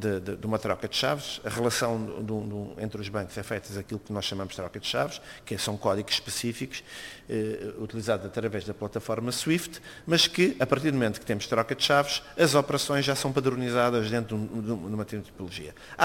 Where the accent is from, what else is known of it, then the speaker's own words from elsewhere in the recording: Cape Verde; nós, Cabo Verde tem um problema de escala, okay? Somos 500 mil habitantes.